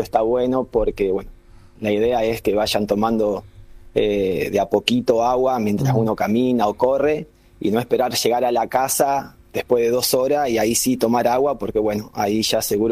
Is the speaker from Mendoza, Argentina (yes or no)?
no; Piamonte, Santa Fe, Argentina; also born or lived in Buenos Aires / Rosario; now in Posadas, Argentina; conocí a mi señora acá, así que yo soy de un pueblo de Santa Fe, pero me quedé acá